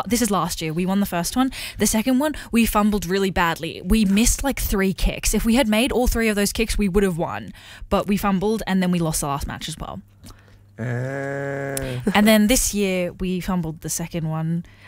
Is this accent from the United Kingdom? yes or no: yes; England, United Kingdom; born there; Yeah, I was born in England.